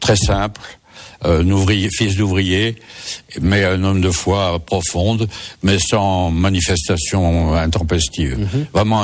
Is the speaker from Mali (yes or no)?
no; Saint-Étienne, Auvergne-Rhône-Alpes, France; je suis originaire d'une ville en sinistrée qui est Saint-Étienne, qui jadis était une ville quand j'étais enfant très prospère, qui aujourd'hui est au, je dirais pas au fond du gouffre